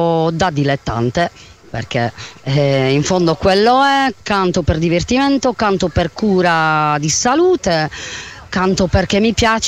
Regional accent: Netherlands; sono nata e cresciuta in Olanda da papà sardo e mamma calabresa, ma io nel cuore mi sento sardissima

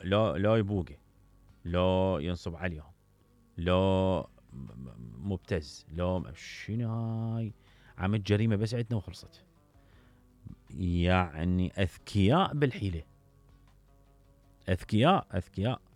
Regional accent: Southern Iraq, Iraq; انا بجنوب العراق

